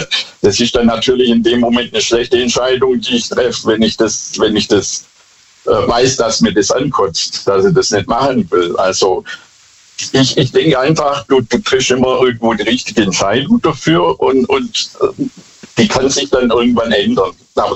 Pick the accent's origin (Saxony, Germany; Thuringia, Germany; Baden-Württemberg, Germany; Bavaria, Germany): Baden-Württemberg, Germany; Bad Boll; Hallo, hier ist … ich komme aus Bad Boll.